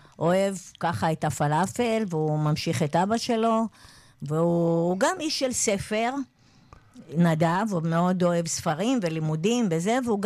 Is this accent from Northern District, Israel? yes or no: yes; Kiryat Shmona, Northern District, Israel; born there; אנחנו נשארנו בקריית שמונה, כי אנחנו... מאמיני, קודם כל, לא רואים את עצמנו עוזבים את קריית שמונה בשום אופן, כי אנחנו מרגישים שליחות. כאילו, אנחנו נולדנו שם, ההורים שלנו, ואנחנו שורשיים שם